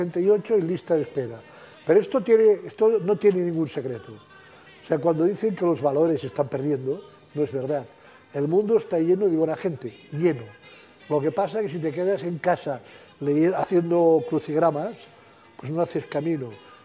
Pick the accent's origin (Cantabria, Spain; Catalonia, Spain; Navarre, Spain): Catalonia, Spain; Coma-ruga; Yo soy de Comarruga